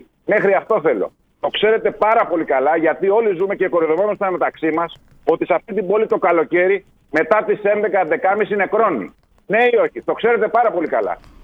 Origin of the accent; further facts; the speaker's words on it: Corfu, Ionian Islands, Greece; σεβόμαστε την Κέρκυρα, σεβόμαστε το νησί μας